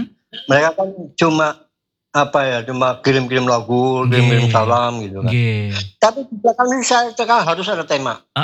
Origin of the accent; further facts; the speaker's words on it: Purbalingga, Central Java, Indonesia; also born or lived in Solo; Ya memang saya bukan tidak lahir di Purbalingga, tapi saya besar di Purbalingga.